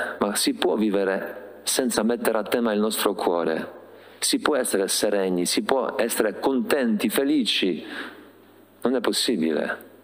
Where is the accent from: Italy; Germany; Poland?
Poland; Italian is a second language; Io sono polacco, noi abbiamo i cimiteri molto belli, ma anche quelli italiani sono tutti belli, curati